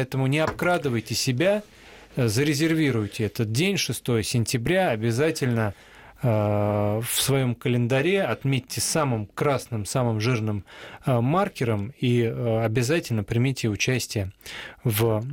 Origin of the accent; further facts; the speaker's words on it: Moscow, Russia; Мы с Романом коренные москвичи оба.